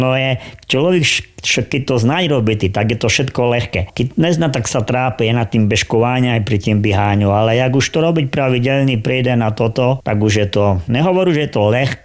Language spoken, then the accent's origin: Slovak; eastern Slovakia, Slovakia; u nás na východe je furt toho snivu